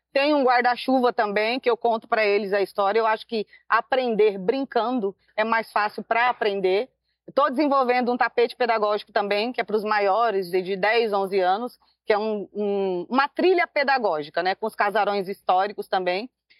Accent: São Sebastião, São Paulo, Brazil; eu sou nascida e criada em São Sebastião

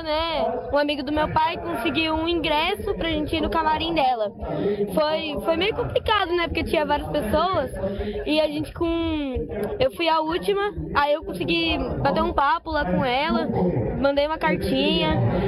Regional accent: Sorocaba, São Paulo, Brazil; Sorocaba.

